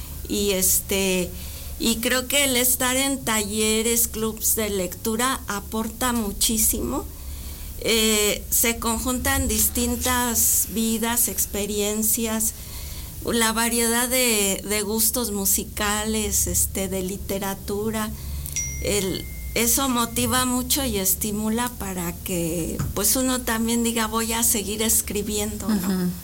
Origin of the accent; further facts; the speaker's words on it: Mexico City, Mexico; moved away as an adult; also born or lived in Durango / Sombrerete, Zacatecas; now in Aguascalientes, Mexico; mi familia es de Sombrerete, Zacatecas, un pueblo mágico muy bonito. Y chiquita me llevaron a la Ciudad de México y sí, pues toda mi vida se desarrolló allá hasta el 2002 que nos venimos a vivir a Aguascalientes, de lo cual fue una excelente decisión. Hemos vivido muy a gusto aquí en Aguascalientes.